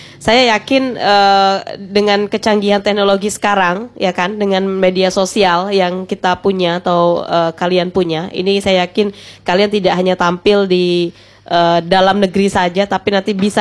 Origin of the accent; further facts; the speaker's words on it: Sampang, East Java, Indonesia; Ya karena memang kita dari Sampang begitu kan, jadi bisa membawa nama apa namanya daul Madura begitu.